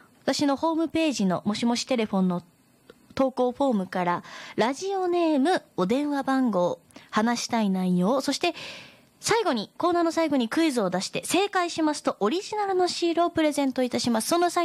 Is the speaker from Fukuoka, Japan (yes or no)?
no; Miyazaki, Japan; accent: Miyazaki dialect; そういう喋り方をされると私もやっぱ宮崎弁にな